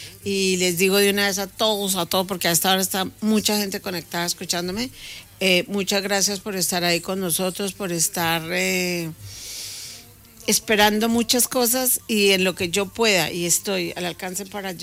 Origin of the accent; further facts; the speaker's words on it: Colombia; born there; moved away; yo soy colombiana, nací en Colombia y soy colombiana